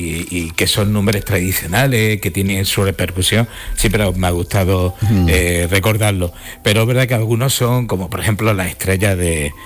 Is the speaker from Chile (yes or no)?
no; Melilla, Spain; born there; now in Málaga, Spain; que vengo de Melilla, que soy melillense.